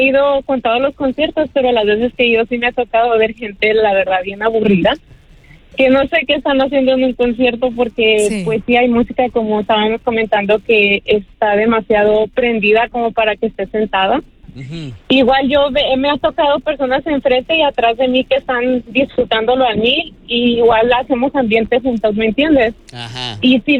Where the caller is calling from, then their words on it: Phoenix, Arizona, United States; Estoy hablando de Phoenix, Arizona.